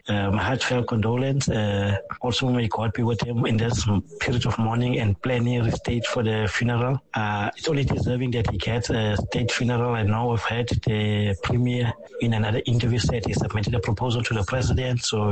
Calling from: Western Cape, South Africa; Speak to Riani in the Western Cape.

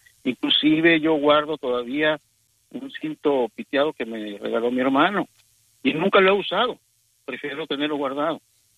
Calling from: Tepic, Nayarit, Mexico; yo soy de Tepic, Nayarit.

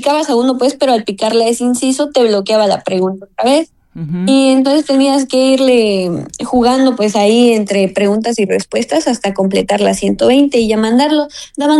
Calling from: Chiapas, Mexico; soy del estado de Chiapas.

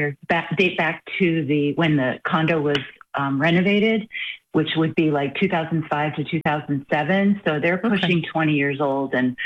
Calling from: Chicago, Illinois, United States; I'm calling from Chicago, Illinois.

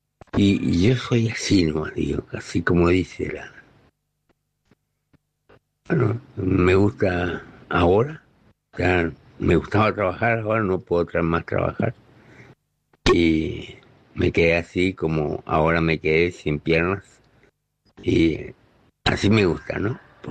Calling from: Clorinda, Formosa, Argentina; de Clorinda, Formosa, acá donde termina la ruta 11, Clorinda, se va a ir, se llama mi pueblito, bien enfrente de la Asunción.

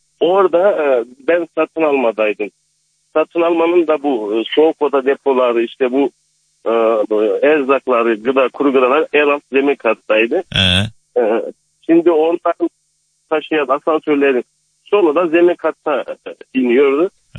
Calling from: Istanbul, Turkey; ben İstanbul'dan arıyorum.

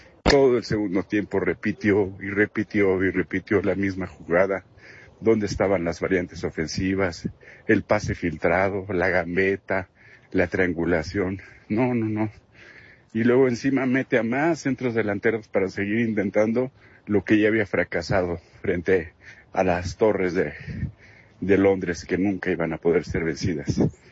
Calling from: Mexico; nuestro orgullo como mexicanos.

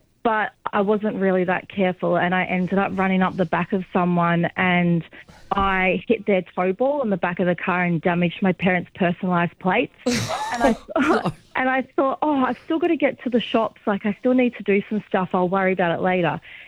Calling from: Australia; I just got my P licence because obviously I'm Australian.

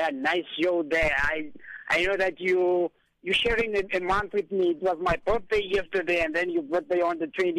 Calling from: Witbank, Mpumalanga, South Africa; I'm calling you from Witbank.

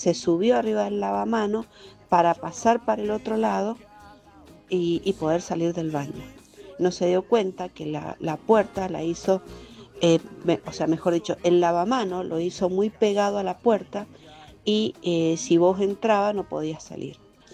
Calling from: Maipú, Mendoza, Argentina; de Coquimbito, Maipú.

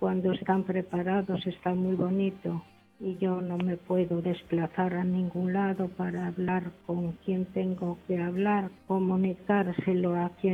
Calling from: Vigo, Galicia, Spain; le llamo desde Ríos

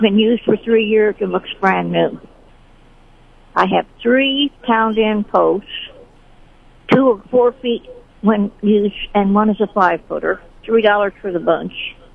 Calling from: Sedalia, Missouri, United States

